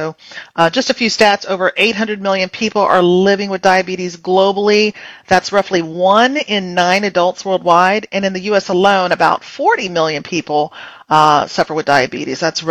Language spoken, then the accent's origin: English; San Antonio, Texas, United States; He completed the entirety of his medical education in my hometown of San Antonio, Texas.